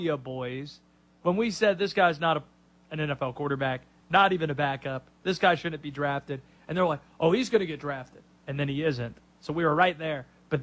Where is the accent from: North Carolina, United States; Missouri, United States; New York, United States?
North Carolina, United States; I was born there. I grew up in North Carolina.